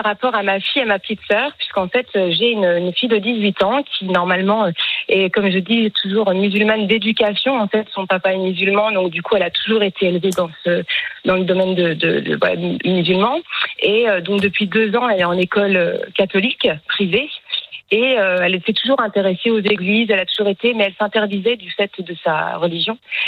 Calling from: Lunéville, Grand Est, France; j'appelle à côté de Nancy, à Lunéville, près de Lunéville, près de Nancy.

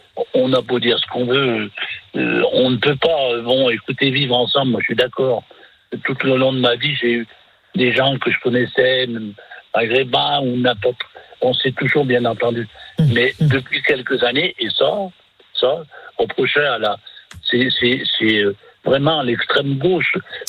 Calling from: France; Moi, je suis un Français, je suis fier d'être Français.

